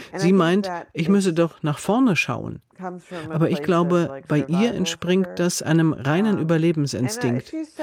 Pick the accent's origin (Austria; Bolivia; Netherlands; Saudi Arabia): Saudi Arabia; wie sehr ich meine Kindheit in Saudi-Arabien vermisse